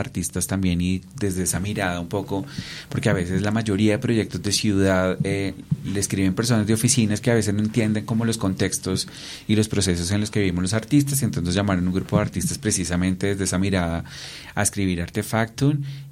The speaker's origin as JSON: {"language": "Spanish", "region": "Huila", "country": "Colombia", "moved": "as an adult", "lives_now": "Bogotá, Colombia", "said": "yo soy un joven campesino realmente muy inquieto. Yo soy del departamento del Huila y llevo más o menos alrededor de 22 años. Este año cumplo acá en Bogotá."}